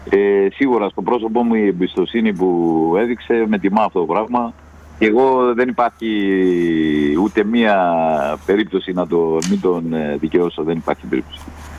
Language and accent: Greek; Rhodes, South Aegean, Greece; Η αγάπη για τη Ρόδο. Αυτή η πόλη εμένα και το νησί μου έχει δώσει πολλά.